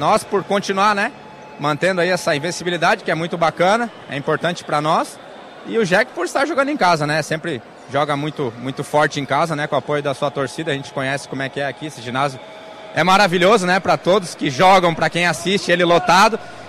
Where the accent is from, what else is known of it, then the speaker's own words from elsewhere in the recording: Joinville, Santa Catarina, Brazil; moved away as an adult; Cidade onde eu fui criado, né? Onde eu tive toda a minha infância